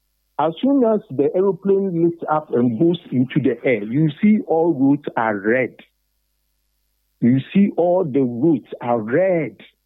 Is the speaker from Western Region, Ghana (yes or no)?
yes; Sekondi-Takoradi, Western Region, Ghana; Those of us, as I'm saying, are born and bred here, live here almost throughout our lives.